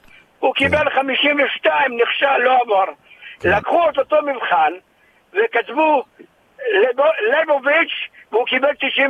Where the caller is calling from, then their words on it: Tel Aviv, Tel Aviv District, Israel; אנחנו תל אביבים